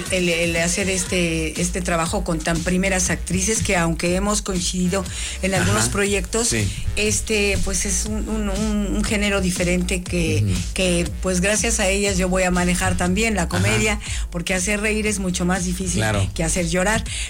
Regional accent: Mexico City, Mexico; yo soy chilanga siempre.

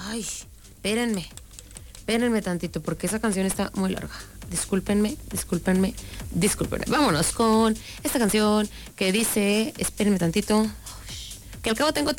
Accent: Mexico; Yo soy mexicana y no me gustan los chiles en nogada.

